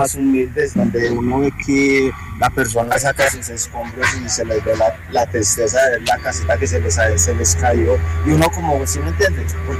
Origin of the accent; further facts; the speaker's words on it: Pereira, Risaralda, Colombia; somos pereiranos